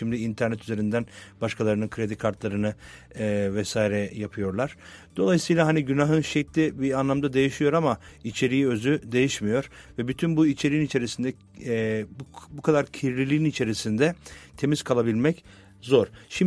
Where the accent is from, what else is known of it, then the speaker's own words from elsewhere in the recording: Adana, Turkey; Ben Adanalıyım aslen. Bizim memleketimizde benim gençlik yıllarımda otobüslerde muavinler vardı.